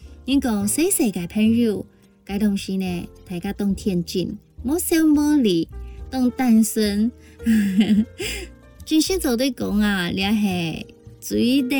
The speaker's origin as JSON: {"language": "Chinese", "region": "Hsinchu County", "country": "Taiwan", "tie": "born or raised there", "said": "我从小在新竹竹动台，"}